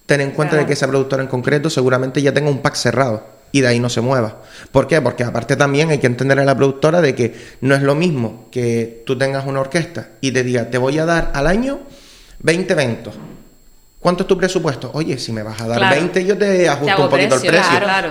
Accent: Santa Brígida, Canary Islands, Spain; Romería de Santa Brígida, que es mi pueblo.

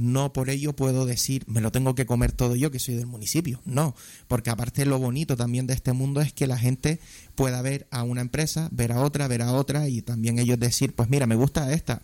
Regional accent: Santa Brígida, Canary Islands, Spain; Santa Brígida, mi pueblo, cómo no.

